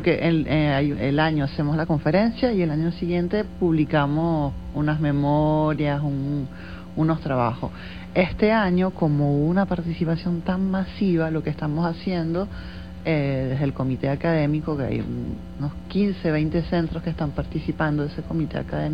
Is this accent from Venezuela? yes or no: yes; Venezuela; como venezolanos, como venezolanas